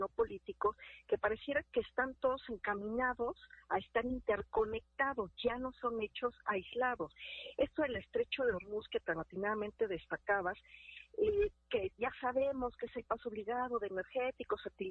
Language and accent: Spanish; Mexico; somos los mexicanos